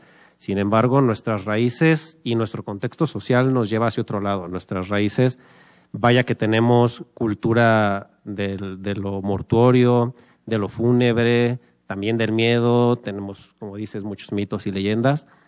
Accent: Mexico; somos mexicanos

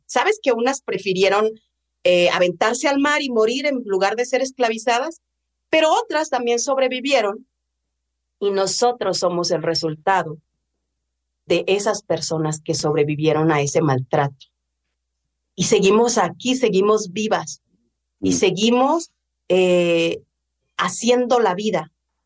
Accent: Cuajinicuilapa, Guerrero, Mexico; moved away; also born or lived in Copala; como toda negra presuntuosa, le dije, sí, soy de Cuaji

